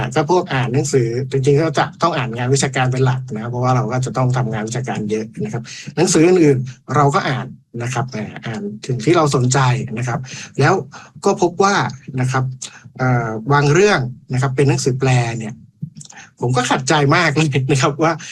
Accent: Lampang, Thailand; ผมเข้าใจภาษาอื่นด้วยนะผมเป็นคนเหนือนะครับผมเป็นคนลำปางนะครับ

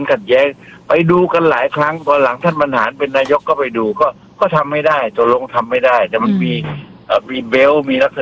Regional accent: Southern Thailand, Thailand; ท่านพูดกับผมในฐานะเป็นคนใต

